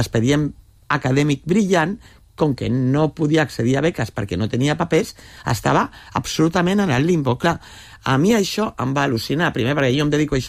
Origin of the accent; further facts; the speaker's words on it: L'Hospitalet de Llobregat, Catalonia, Spain; perquè jo també sóc d'Hospitalet, també del barri de Can Vidalet, vull dir, m'he criat amb... Diguéssim que la meva família també és humil, no?